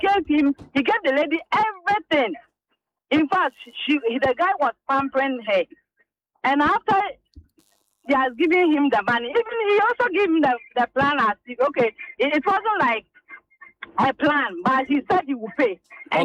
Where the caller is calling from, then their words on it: Abokobi, Greater Accra, Ghana; from Abokobi.